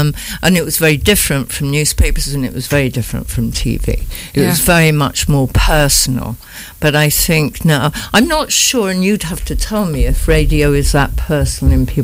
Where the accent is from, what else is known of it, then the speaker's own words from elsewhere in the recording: United Kingdom; now in Nairobi, Kenya; it was actually shortly after I became a Kenya citizen, because as a British citizen